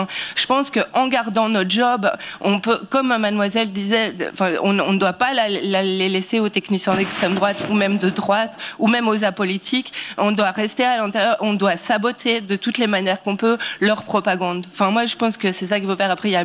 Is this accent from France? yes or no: no; Brussels, Belgium; Bonjour, moi je viens de Bruxelles, je travaille à l'Opéra